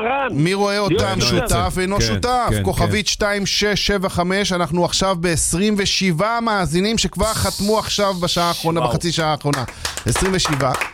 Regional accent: Jerusalem, Jerusalem District, Israel; אני מכיר בירושלים, אני גדלתי בירושלים, באזור שם

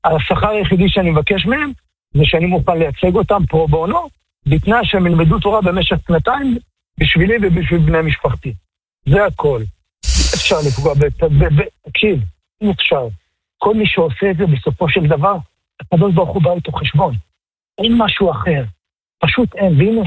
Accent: Tiberias, Northern District, Israel; אני זוכר את זה בתור טבריאני.

